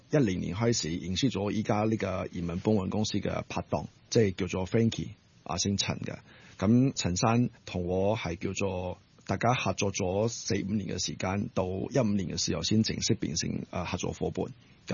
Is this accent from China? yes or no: no; Taiwan; now in Hong Kong; 一开始其实爹哋妈咪都俾咗我好大嘅空间做选择，留翻喺台湾省或者过嚟香港。咁我自己就希望见识多啲出边嘅机遇啦，所以我就选择嚟香港。